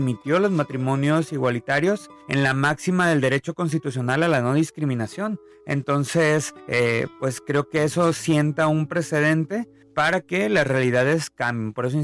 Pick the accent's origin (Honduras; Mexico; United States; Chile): Mexico; porque somos mexicanos, mexicanas, mexicanes